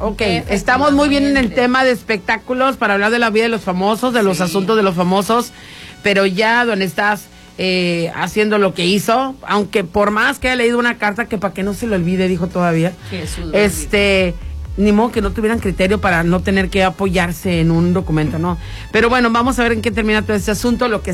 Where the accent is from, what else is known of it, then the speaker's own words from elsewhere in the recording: Mexico; nosotros también como mexicanos